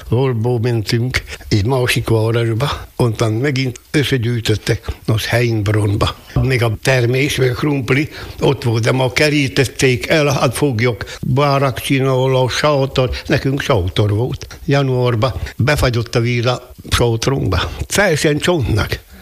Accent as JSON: {"language": "Hungarian", "region": "Borsod-Abaúj-Zemplén", "country": "Hungary", "said": "Hova valók vagyunk? A Tornai arra."}